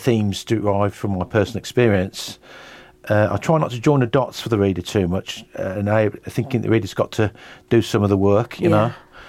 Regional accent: Birmingham, West Midlands, United Kingdom; moved away as an adult; now in Leamington, United Kingdom; No, my hometown is Birmingham, and I moved to Leamington about 7 years ago.

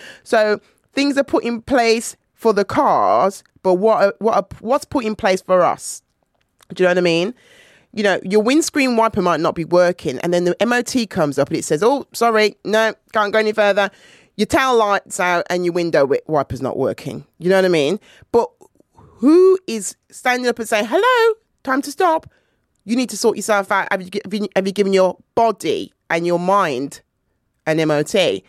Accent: Jamaica; moved away; Because when I came from Jamaica and I went to the doctors

